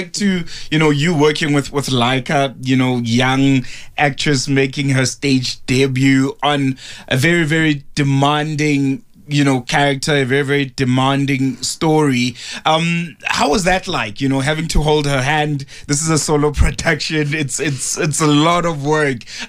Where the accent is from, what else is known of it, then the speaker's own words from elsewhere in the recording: South Africa; as South Africans